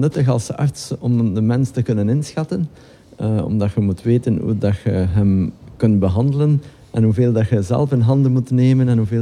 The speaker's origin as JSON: {"language": "Dutch", "region": "West Flanders", "country": "Belgium", "tie": "born or raised there", "said": "Nee, West-Vlaming, ja. Wel, geboren in Oost-Vlaanderen, gewoond in West-Vlaanderen."}